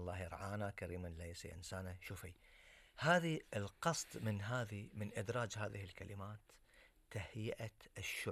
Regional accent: Bahrain; عندنا في البحرين

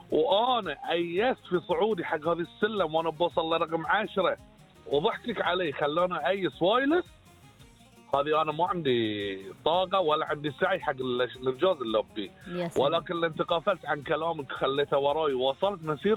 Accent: Bahrain; أنا ما أقول من البحرين والله. ما أقول مملكة البحرين

